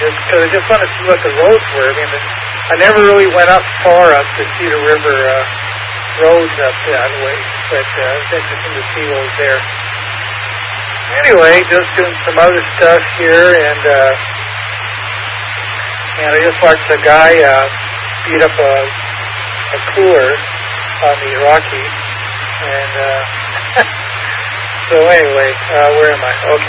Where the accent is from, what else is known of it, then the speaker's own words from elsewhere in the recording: Renton, Washington, United States; now in Union City, United States; when I was growing up in Renton, we lived way out on the edges of Renton in this woods.